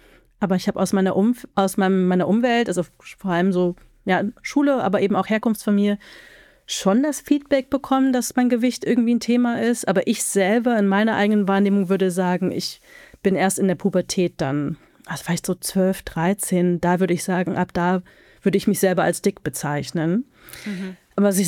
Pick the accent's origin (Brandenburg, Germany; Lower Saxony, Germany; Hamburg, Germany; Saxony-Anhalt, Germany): Saxony-Anhalt, Germany; Halle; ich komme aus Halle, meine Mutter kommt aus Berlin und da war so der Rest oder war und ist der Rest der Familie.